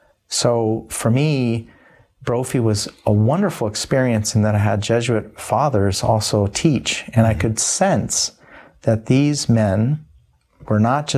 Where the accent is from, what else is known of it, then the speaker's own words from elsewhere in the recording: Tempe, Arizona, United States; So as a young child growing up in Tempe, Arizona, to two parents who are highly educated